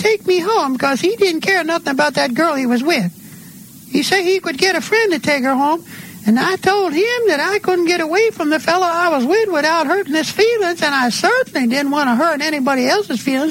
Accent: Bessemer, Alabama, United States; born there; moved away as an adult; now in New York City, United States; I was born in Bessemer, Alabama.

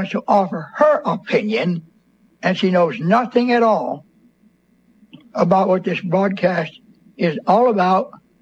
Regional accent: Bethlehem, Pennsylvania, United States; born there; I am not from South Carolina. I was born in Bethlehem, Pennsylvania.

